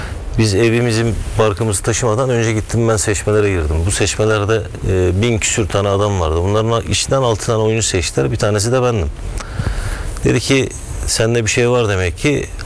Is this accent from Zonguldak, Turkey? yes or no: no; Burhaniye, Balıkesir, Turkey; benim memleketim, ben Burhaniye, Balıkesir Burhaniye'liyim ben.